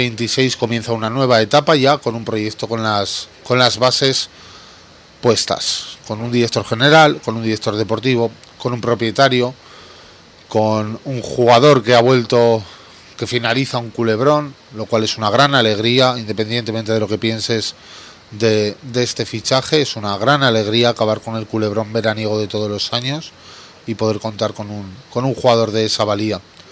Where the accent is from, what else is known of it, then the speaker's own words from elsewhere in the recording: Navarre, Spain; moved away; yo la veía siempre en mi pueblo, en Navarra